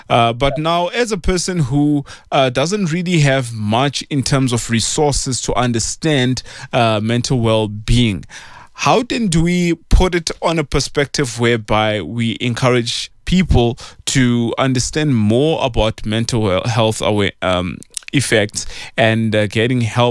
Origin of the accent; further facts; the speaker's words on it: Atteridgeville, Gauteng, South Africa; And now we are moving all the way to my hometown, Atteridgeville, Pelly.